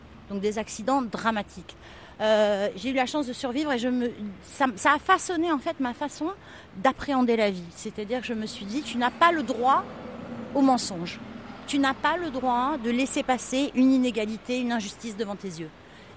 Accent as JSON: {"language": "French", "town": "Nice", "region": "Provence-Alpes-Côte d'Azur", "country": "France", "tie": "born there", "said": "Et je suis née à Nice pour ça."}